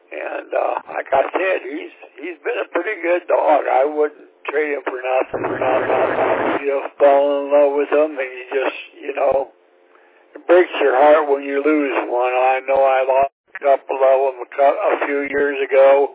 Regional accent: Lincoln, Nebraska, United States; And like I said, I'm from Lincoln, Nebraska.

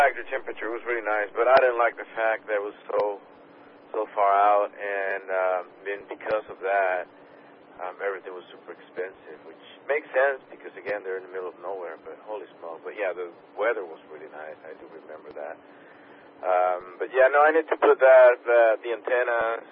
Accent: Puerto Rico; moved away; I grew up in Puerto Rico, which is, you know, pretty humid.

